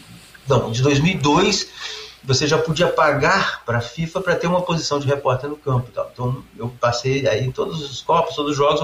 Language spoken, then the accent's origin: Portuguese; Brazil; e eu como brasileiro também, felizaço da vida